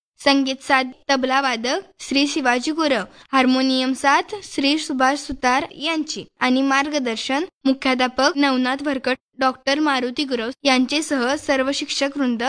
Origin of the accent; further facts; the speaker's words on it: Maharashtra, India; शाळा बुधरगड तालुक्यात वेदगंगा नदीच्या काठी आदमापूरच्या बाळमामा मंदिरापासून 2 किलोमीटर अंतरावर असून आमच्या गावी नागपंचमीच्या दिवशी मोठी यात्रा भरते.